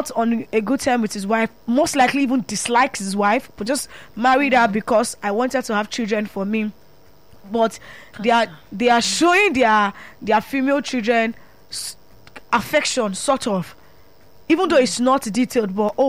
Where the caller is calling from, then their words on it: Lagos, Nigeria; I'm calling from the studio right here in the city of Lagos.